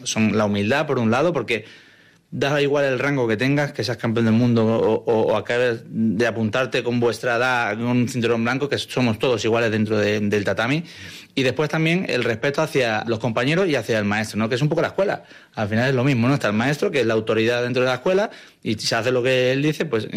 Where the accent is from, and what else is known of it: Málaga, Andalusia, Spain; moved away as an adult; now in Madrid, Spain